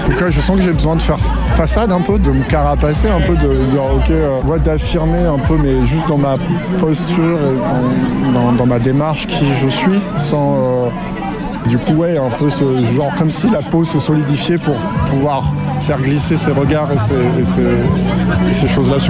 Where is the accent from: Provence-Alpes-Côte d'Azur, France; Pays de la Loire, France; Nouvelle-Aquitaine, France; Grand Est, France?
Nouvelle-Aquitaine, France; Chalais; Je viens de Chalais, en Dordogne, du coup.